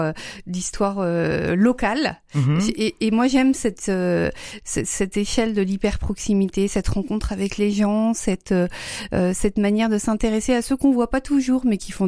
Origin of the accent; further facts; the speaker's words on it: Brittany, France; born there; also born or lived in Vitré / Mayenne / Paris; now in Rennes, France; je suis née à Vitré. J'ai pas grandi que dans le coin. Je suis née à Vitré, j'ai grandi en Mayenne, puis dans le Finistère. J'ai fait des études à Rennes et j'ai bossé à Paris avant de revenir avec évidemment grand plaisir depuis un peu plus de 15 ans déjà à Rennes